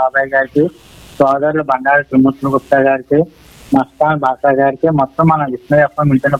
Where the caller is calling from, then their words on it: Kakinada district, Andhra Pradesh, India; మాది కాకినాడ జిల్లా గుట్టాలమ్మ.